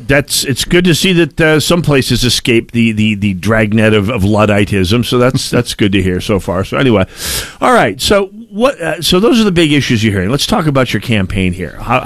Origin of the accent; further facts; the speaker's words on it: St. Paul, Minnesota, United States; I mean, I'm from St. Paul, where we get used to things like $60 million for a high school.